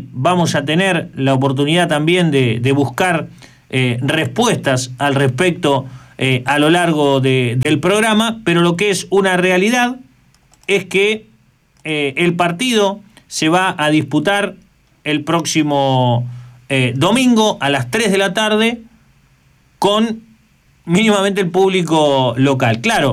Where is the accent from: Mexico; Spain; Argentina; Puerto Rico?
Argentina; nosotros somos argentinos